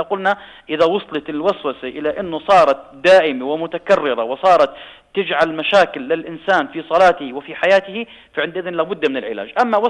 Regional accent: Jordan; في بلدنا الأردن

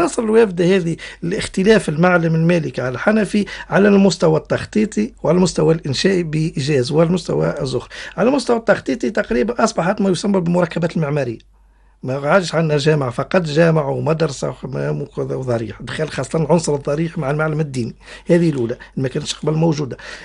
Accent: Kairouan, Kairouan Governorate, Tunisia; كما عندنا في القيروان 3 أبراج متراكبة

